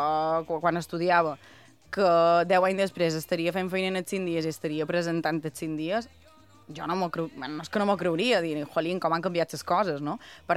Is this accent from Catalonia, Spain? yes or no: no; Sencelles, Balearic Islands, Spain; born or raised there; now in Palma, Spain